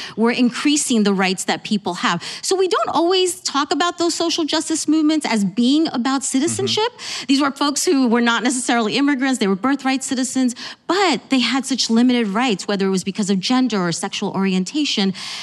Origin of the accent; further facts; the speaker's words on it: New Jersey, United States; So I like to tell people I grew up in the United Nations of Latinos, located in New Jersey, not sure. That far from the UN.